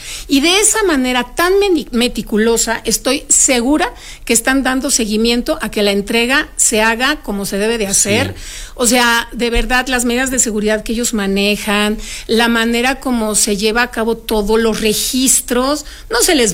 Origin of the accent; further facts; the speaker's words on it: Mexico; a mí como mexicana me llena de orgullo